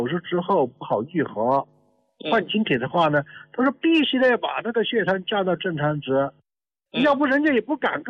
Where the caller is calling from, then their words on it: Kunming, Yunnan, China; 我家是云南昆明的